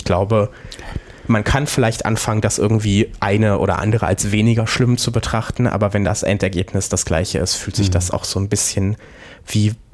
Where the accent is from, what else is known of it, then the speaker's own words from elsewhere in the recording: Saxony-Anhalt, Germany; Ja, und also ich komme aus Sachsen-Anhalt. Meine zumindest halbe Familie, also sowohl meine Eltern als auch die Hälfte meiner Großeltern leben noch dort.